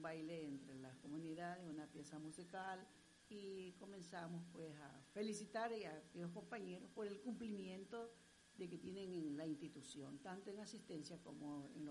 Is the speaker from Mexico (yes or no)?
no; Ecuador; Somos bien ecuatorianos